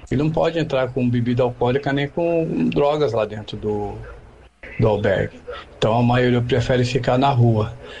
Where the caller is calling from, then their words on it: Praia Grande, São Paulo, Brazil; eu sou aqui da Praia Grande. O que acontece aqui na Praia Grande também tem um grande número de pessoas de situação de rua.